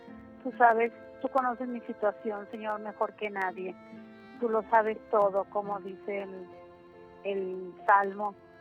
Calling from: Ciudad Lerdo, Durango, Mexico; Hablo de Ciudad Lerdo, Durango.

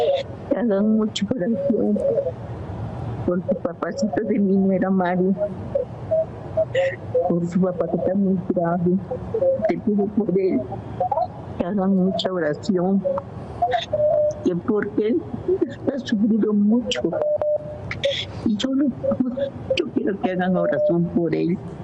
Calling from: Amatlán de los Reyes, Veracruz, Mexico; Sí, soy de aquí, soy de Amatlán de los Reyes.

